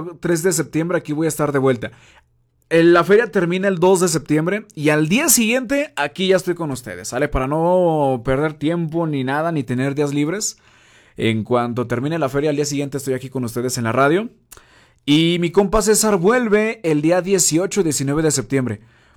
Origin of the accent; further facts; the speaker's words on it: Fresnillo, Zacatecas, Mexico; mi ciudad, de mi tierra, que es Fresnillo.